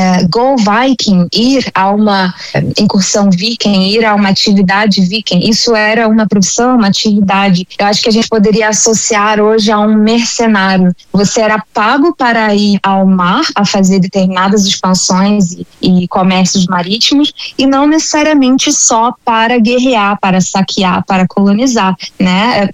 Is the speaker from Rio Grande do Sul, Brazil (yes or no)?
no; Rio de Janeiro, Brazil; now in Norway; meu sonho como carioca que vive na Noruega é ver final Noruega e Brasil, claro, Brasil vencendo.